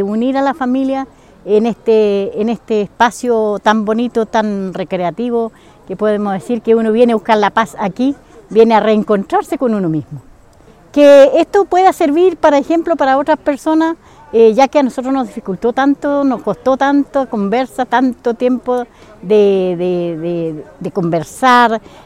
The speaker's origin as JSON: {"language": "Spanish", "town": "Reigolil", "region": "Araucanía", "country": "Chile", "said": "soy de Reigolil"}